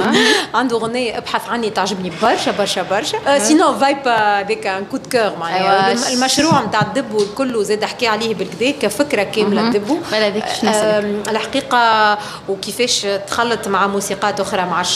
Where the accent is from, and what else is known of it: Tunisia